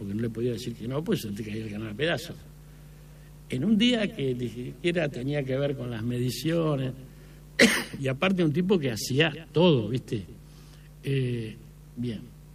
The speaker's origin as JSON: {"language": "Spanish", "region": "Buenos Aires", "country": "Argentina", "tie": "born or raised there", "said": "Yo nací en Villa Crespo, me crié toda la vida en Villa Crespo"}